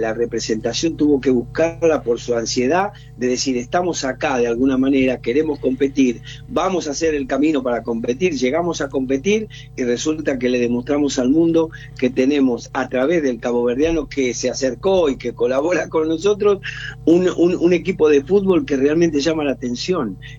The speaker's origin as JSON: {"language": "Spanish", "country": "Argentina", "said": "yo soy argentino, tengo el corazón argentino y realmente estoy con la ansiedad de cualquier descendiente de caboverdiano"}